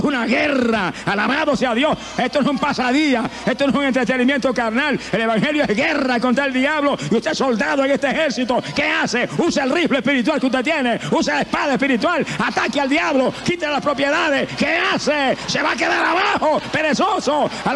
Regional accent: Camuy, Puerto Rico; born or raised there

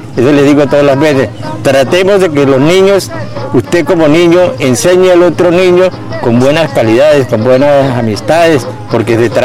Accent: Arauquita, Arauca, Colombia; moved away as an adult; also born or lived in Santander

